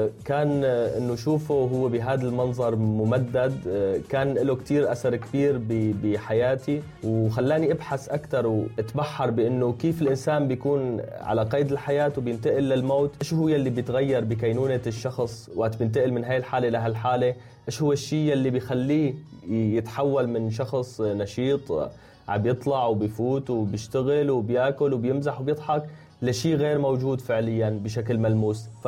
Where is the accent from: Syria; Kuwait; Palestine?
Syria; now in Turkey; هلا انا ببداية رحلتي من سوريا لتركيا بصراحة ما كنت انسان بعتبر نفسي مثقف